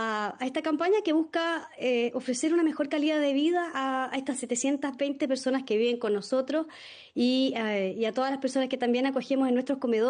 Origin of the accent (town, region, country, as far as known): Chile